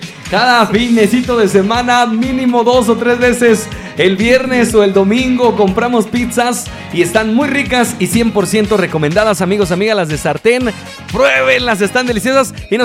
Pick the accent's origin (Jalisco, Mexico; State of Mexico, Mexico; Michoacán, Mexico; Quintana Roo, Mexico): Michoacán, Mexico; Maravatío; De Marabatío, Michoacán. Oye, nosotros somos también de Marabatío, Michoacán.